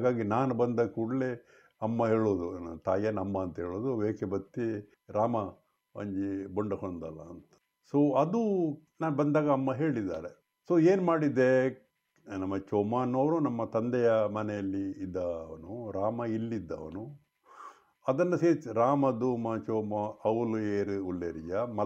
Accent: Tulu Nadu, India; born there; ನಾನು ಹೇಗೂ ತುಳುವಿನಲ್ಲಿ ಹುಟ್ಟಿದ್ರೂ ಕೂಡ

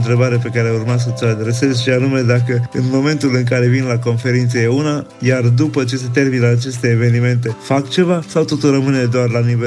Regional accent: Transylvania, Romania; Poate și datorită faptului că sunt ardelean și iubesc organizarea și lucrurile așezate.

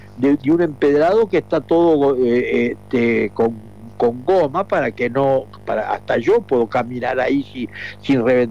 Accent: Spain; seguro yo soy entre navarro y vasco

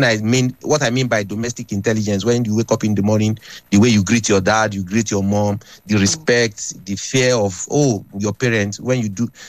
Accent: Kwara, Nigeria; moved away as an adult; now in United Kingdom; I grew up in Nigeria and then I got used to the system.

